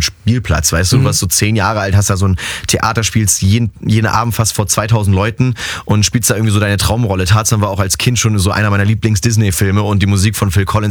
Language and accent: German; Hamburg, Germany; Es ist ja jetzt wieder in Hamburg im Start, ja. In meiner Heimat